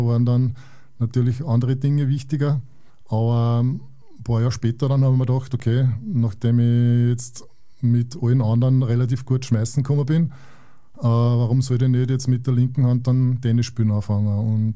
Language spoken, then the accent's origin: German; Bach, Upper Austria, Austria; ich komme aus Bach bei Schwanenstadt, also kleinste Gemeinde Oberösterreichs einwohnermäßig mit ungefähr 320 Einwohnern, aber halt doch mit einem Tennisplatz und einem regen Tennisleben bei mir daheim